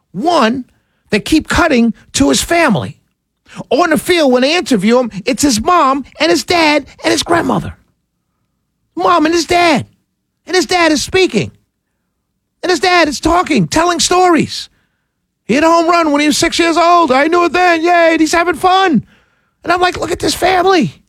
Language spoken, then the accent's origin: English; New York, United States; I don't like Philly fans because I'm a New Yorker.